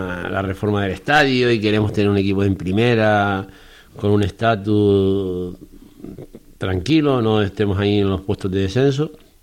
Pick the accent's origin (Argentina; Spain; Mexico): Spain; Las Palmas de Gran Canaria, Canary Islands